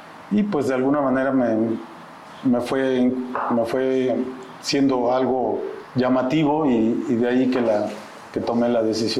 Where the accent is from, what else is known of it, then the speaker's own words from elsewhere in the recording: Reynosa, Tamaulipas, Mexico; Bueno, pues soy originario del estado de Tamaulipas, específicamente de la ciudad de Reynosa. Soy el tercero de 7 hermanos, los 3 primeros de Reynosa